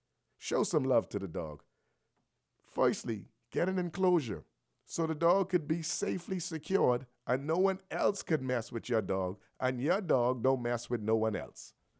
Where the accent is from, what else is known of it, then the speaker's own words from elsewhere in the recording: Bain Town, New Providence, Bahamas; I like walking through the hoods that I grew up in, the hoods that I used to hang out in. I am from Bayonetown. I love hanging out in the Grove. I love hanging out in Fox Hill, Camp Road, these places.